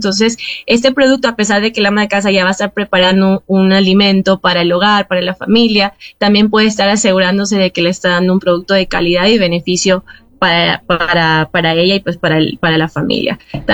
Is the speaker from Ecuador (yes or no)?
yes; Ecuador